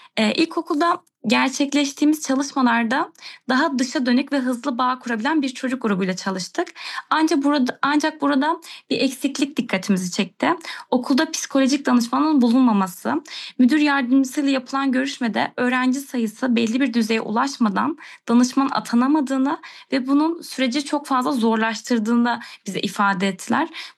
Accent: Antakya, Hatay, Turkey; moved away as an adult; Ben Antakyalıyım. Depremi Antakya'da yaşamış ve sonrasında zorunlu göç etmiş biriyim.

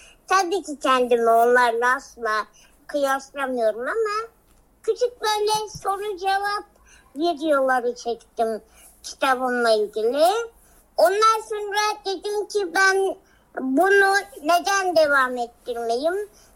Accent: Adana, Turkey; ve bir Adanalıyım.

